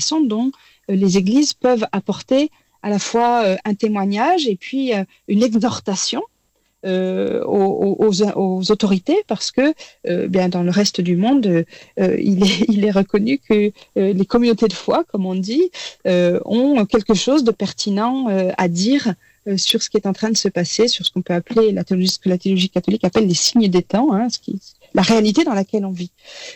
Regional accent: France; chez nous, en France

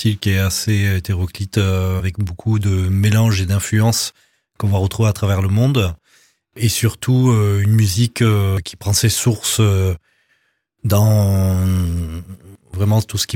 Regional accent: Réunion; Et donc inspiré des racines réunionnaises, puisque je viens de La Réunion.

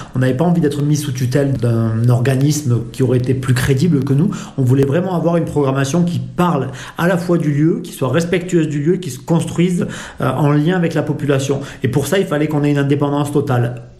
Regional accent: Cahors, Occitanie, France; born there; now in Pamiers, France; Mais je suis né dans le Lot, à Cahors, et pas très très loin. j'ai travaillé longtemps à Paris, un peu aux États-Unis.

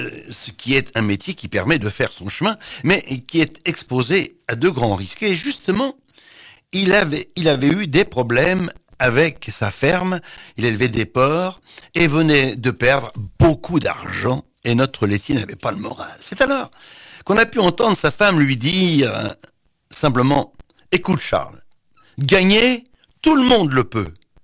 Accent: Normandy, France; mon village natal à Biorel, au-dessus de Rouen.

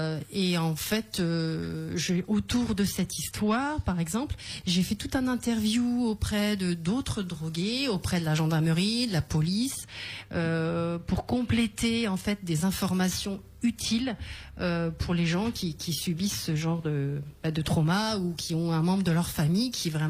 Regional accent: Brittany, France; moved away as an adult; now in Lodève, France; je suis bretonne, mais je suis lodévoise dans le cœur depuis 5 années déjà.

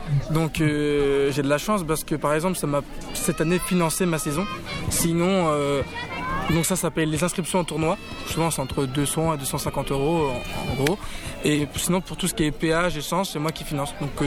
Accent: Chartres, Centre-Val de Loire, France

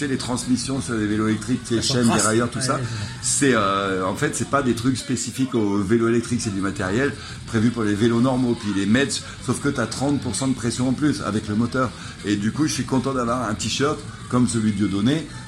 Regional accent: Hauts-de-France, France; Je crois qu'on n'a pas la même culture, tu sais, moi je suis du Nord.

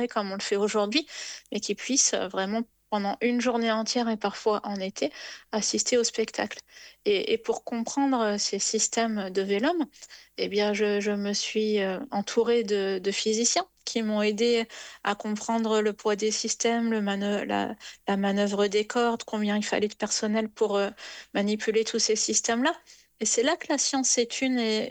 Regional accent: Normandy, France; Moi, je suis originaire de Normandie. J'ai fait mes études à l'université de Caen-Normandie

